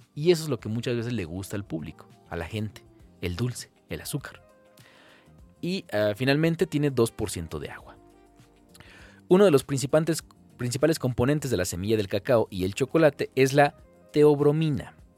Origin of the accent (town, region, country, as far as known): Mexico